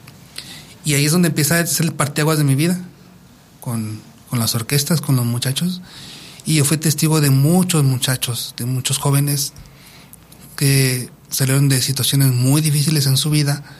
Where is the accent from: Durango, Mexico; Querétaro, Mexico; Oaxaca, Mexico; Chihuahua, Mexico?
Durango, Mexico; moved away as an adult; also born or lived in Sion, Switzerland / Puebla, Mexico; ya es en el año del 2009, cuando yo regreso a Durango. Por cuestiones médicas, ya no me es posible regresar a la ciudad de Puebla después de haber hecho el debut con la orquesta de los niños. Y ya me quedé aquí.